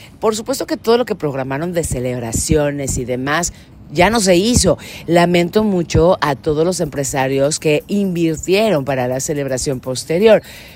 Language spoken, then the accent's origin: Spanish; Mexico; Y yo sí me creo que somos mexicanos y que somos bien fregones.